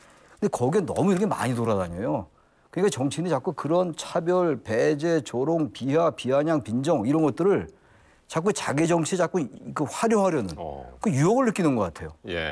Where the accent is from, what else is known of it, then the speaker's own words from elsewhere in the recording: Seoul, South Korea; 저 서울 사람인데